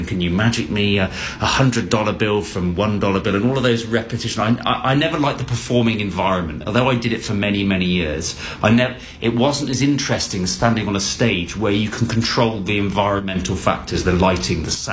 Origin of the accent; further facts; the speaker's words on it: United Kingdom; certainly in the UK, it's where I'm from, you can tell by my Kentucky accent, it's very popular